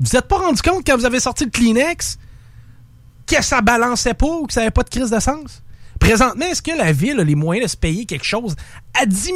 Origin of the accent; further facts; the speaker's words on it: Quebec City, Quebec, Canada; moi, mon frère reste à Val-Belair. J'ai grandi à Val-Belair.